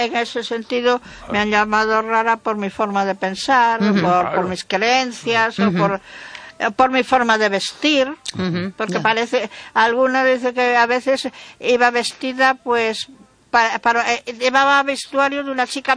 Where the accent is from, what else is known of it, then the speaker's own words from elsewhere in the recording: Galicia, Spain; Pues yo, perdona a la audiencia, soy gallega.